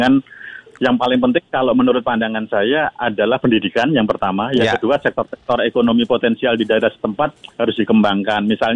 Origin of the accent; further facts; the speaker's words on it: Bojonegoro, East Java, Indonesia; Kebetulan saya dari Bojonegoro, Mas.